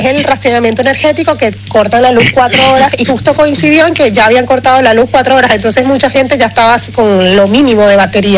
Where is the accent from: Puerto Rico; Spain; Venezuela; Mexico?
Venezuela; uno lo que siente como venezolano es una tristeza, es como decir, Dios mío, ¿hasta cuándo vamos a sufrir los venezolanos?